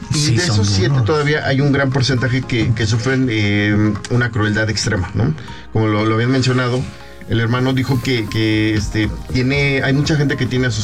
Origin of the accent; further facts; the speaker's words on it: Naucalpan, State of Mexico, Mexico; nosotros somos de Naucalpan, de San Francisco Chimalpa. Entonces, bueno, pues es una zona semiurbana.